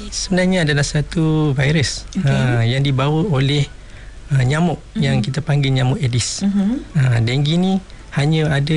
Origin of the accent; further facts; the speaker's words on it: Johor, Malaysia; Betul, saya orang Johor.